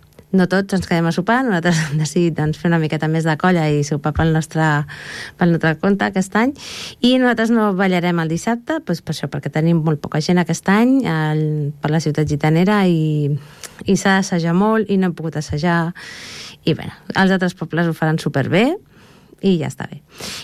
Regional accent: Catalonia, Spain

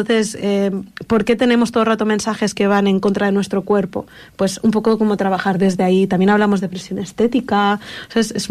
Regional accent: Sant Cugat del Vallès, Catalonia, Spain; las librerías de mi pueblo, de San Cugat.

